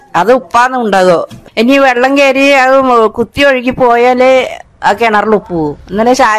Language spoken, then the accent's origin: Malayalam; Kerala, India; ജനിച്ചു വളർന്നതും കോർലായി തന്നെ.